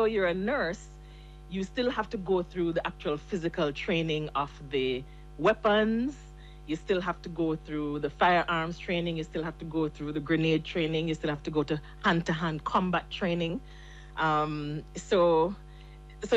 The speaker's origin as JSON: {"language": "English", "country": "Jamaica", "tie": "born or raised there", "said": "he was a police officer in the Jamaica Constabulary Force while we grew up in Jamaica."}